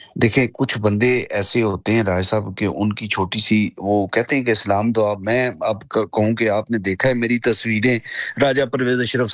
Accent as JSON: {"language": "Urdu", "town": "Rawalpindi", "region": "Punjab", "country": "Pakistan", "said": "میرا تعلق رائے صاحب پنڈی کا ہے"}